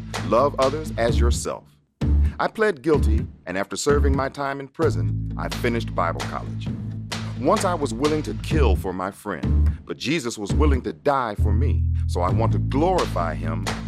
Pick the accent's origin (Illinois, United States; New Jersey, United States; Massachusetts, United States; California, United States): Illinois, United States; Chicago; I grew up in Chicago, where the code of the streets is, you hurt me, and I hurt you.